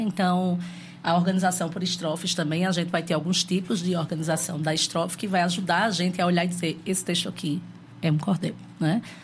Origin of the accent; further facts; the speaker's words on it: Campina Grande, Paraíba, Brazil; Eu sou pedagoga, mas eu sou de Campina Grande, na Paraíba, onde a literatura de cordel ainda é muito forte, né?